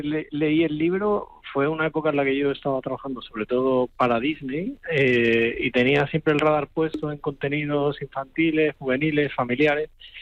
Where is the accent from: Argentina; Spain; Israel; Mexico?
Spain; Seville, Andalusia; now in Madrid, Spain; Bueno, yo soy sevillano, pero vivo en Madrid.